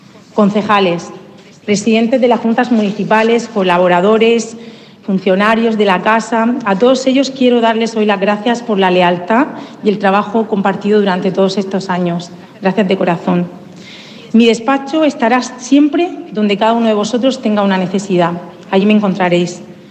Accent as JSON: {"language": "Spanish", "area": "El Esparragal", "region": "Region of Murcia", "country": "Spain", "tie": "born or raised there", "said": "Gracias a mi Esparragal, mi pueblo, del que me siento tremendamente orgullosa. El Esparragal y sus gentes son mis raíces y una huella inseparable de lo que hoy yo soy."}